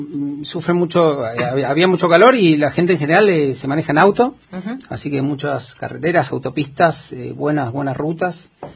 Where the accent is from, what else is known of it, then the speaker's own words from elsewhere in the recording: Argentina; no éramos 10 argentinos, éramos miles de argentinos